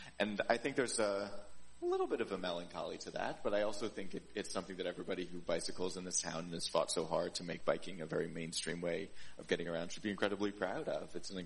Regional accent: Ithaca, New York, United States; also born or lived in Washington, D.C.; now in New York City, United States; I grew up in Ithaca, New York. I spent 3 years in Washington, D.C., and I've spent, since then, I lived in New York since 2009.

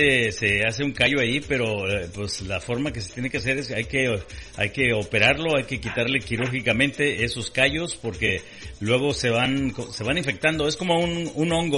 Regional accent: Mexico; moved away as an adult; Nosotros que somos mexicanos 100%, ¿verdad? Nosotros nacimos en México, crecimos, estudiamos, y luego ya nos venimos acá.

